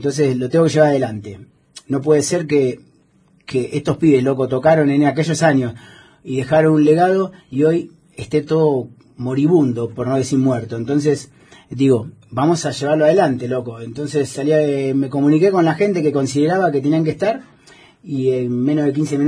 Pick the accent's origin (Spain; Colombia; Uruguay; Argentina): Argentina; Esquel, Chubut; also born or lived in Buenos Aires; Yo nací en Buenos Aires, me crié acá en Esquel